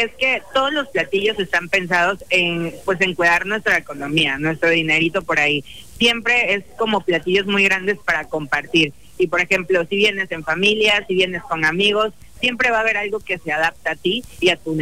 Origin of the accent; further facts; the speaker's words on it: Cárdenas, Tabasco, Mexico; yo soy de Cárdenas